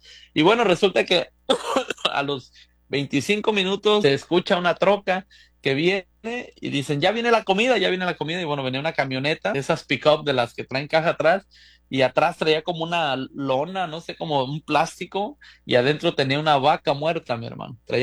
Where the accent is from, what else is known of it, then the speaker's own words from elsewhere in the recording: Guanajuato, Mexico; born there; moved away; mi tierra de Guanajuato. Yo nací en Guanajuato